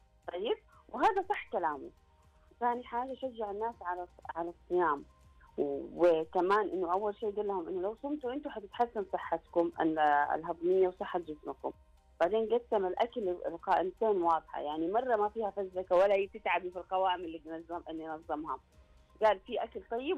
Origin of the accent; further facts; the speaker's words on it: Saudi Arabia; عندنا في السعوديه